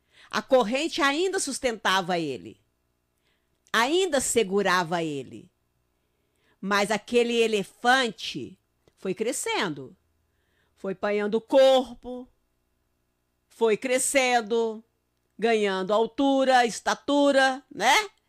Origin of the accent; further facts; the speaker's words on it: Uberaba, Minas Gerais, Brazil; Como diz lá no Uberaba, na minha terra.